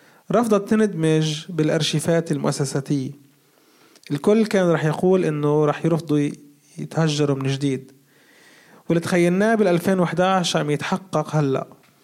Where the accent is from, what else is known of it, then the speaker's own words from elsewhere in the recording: Palestine; واحد من أكبر تحدياتنا كفلسطينيين هو إنه عم نتبعثر من أكثر من 100 سنة عم نتبعثر.